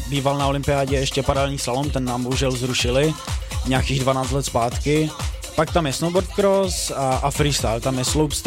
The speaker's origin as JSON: {"language": "Czech", "town": "Ostrava", "region": "Moravian-Silesian Region", "country": "Czechia", "tie": "born or raised there", "said": "Jsem tady z Ostravy, narodil jsem se v Porubě"}